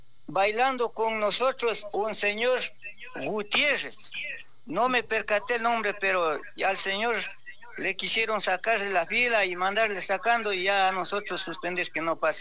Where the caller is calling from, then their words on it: Cotopaxi, Ecuador; soy de Yactaurco